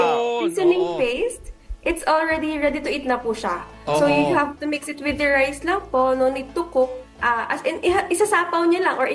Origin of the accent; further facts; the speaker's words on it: Lucban, Calabarzon, Philippines; since I'm from Lukban, Quezon nga po, ayan. From Lukban, Quezon, meron po kami culture ng pamamahaw.